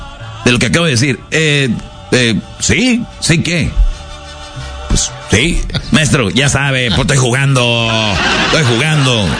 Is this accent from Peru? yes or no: no; Michoacán, Mexico; fíjate, yo soy de Michoacán